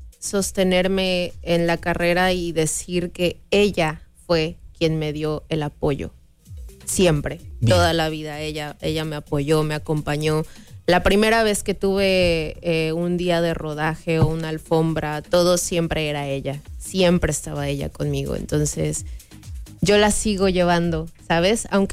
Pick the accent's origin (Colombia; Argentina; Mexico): Mexico; Veracruz; soy de Veracruz.